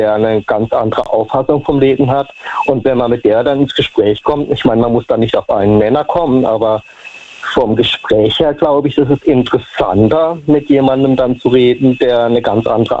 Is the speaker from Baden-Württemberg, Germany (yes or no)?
yes; Lichtenau, Baden-Württemberg, Germany